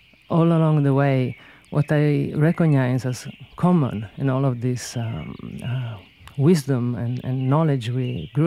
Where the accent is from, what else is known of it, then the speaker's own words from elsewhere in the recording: Sicily, Italy; first language Sicilian; English is a second language; I grew up in Sicily, and as a child, I was very sensitive and curious about what I call the invisible world. Both in our language, in Sicilian, and among my grandmothers and community, we refer to everything as if it's alive.